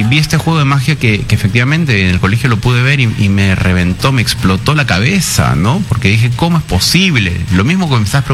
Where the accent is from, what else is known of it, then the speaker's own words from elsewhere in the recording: Peru; moved away as an adult; Ya estoy radicando en Lima después de 8 años. Siento la necesidad como artista peruano